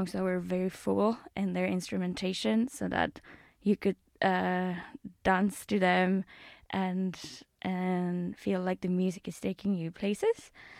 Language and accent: English; Spain; moved away as an adult; I'm from Spain